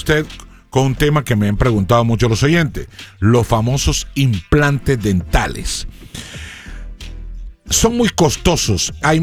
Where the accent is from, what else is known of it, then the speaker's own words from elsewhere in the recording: Bucaramanga, Santander, Colombia; moved away; de mi patria chica, la ciudad de Bucaramanga.